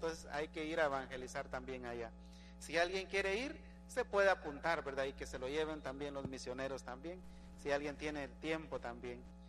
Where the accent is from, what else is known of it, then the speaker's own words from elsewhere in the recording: Guatemala; No somos españoles porque no somos europeos, pero somos guatemaltecos